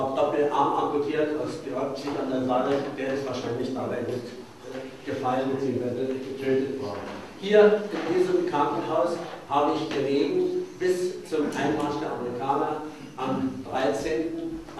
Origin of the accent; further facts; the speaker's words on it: Königsberg, East Prussia, Germany; Ich habe 1943 in Königsberg, meiner Heimatstadt, das Abitur gemacht, war auch noch an der Albertina-Universität meiner Vaterstadt eingeschrieben